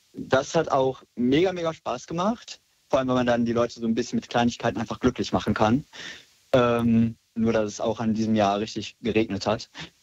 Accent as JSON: {"language": "German", "town": "Solingen", "region": "North Rhine-Westphalia", "country": "Germany", "tie": "born or raised there", "said": "Also hier in meiner Heimatstadt, Solingen, da ist der CSD so ein bisschen gewachsen"}